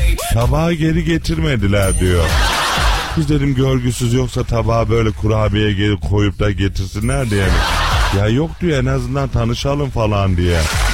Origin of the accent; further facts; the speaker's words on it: Adıyaman, Turkey; Adıyaman Besti'den, Gölbaşı'ndan biz de oralıyız. Biz Allah'ın köylüleriyiz.